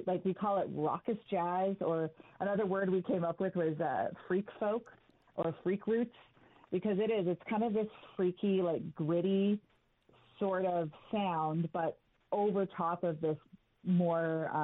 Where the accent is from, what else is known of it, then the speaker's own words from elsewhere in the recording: Vancouver, British Columbia, Canada; I'm one of the singers and songwriters in … So I'm from Vancouver